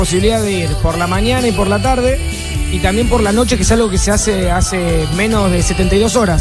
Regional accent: Arroyo Seco, Santa Fe, Argentina; Yo soy de Arroyo Seco

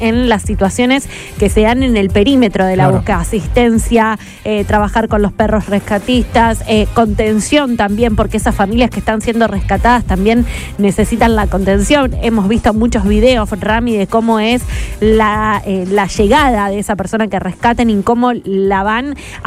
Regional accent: Rosario, Santa Fe, Argentina; para nosotros como rosarinos

